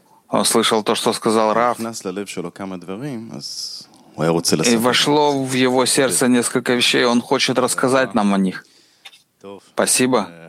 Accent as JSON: {"language": "Russian", "town": "Beersheba", "region": "Southern District", "country": "Israel", "said": "Я по случаю из Бершевы. Я приехал со своими товарищами, не со всей десяткой."}